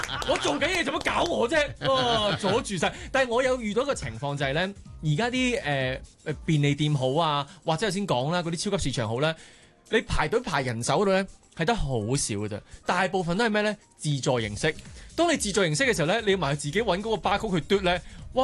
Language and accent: Cantonese; Hong Kong; 我哋香港人